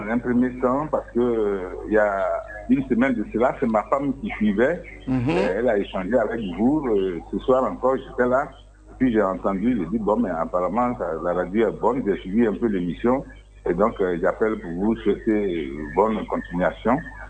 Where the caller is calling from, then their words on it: Abidjan, Côte d’Ivoire; J'appelle de Trècheville